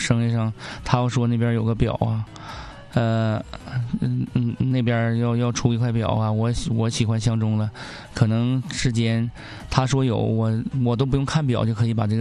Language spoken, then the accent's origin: Chinese; Northeast China, China; accent: Northeastern dialect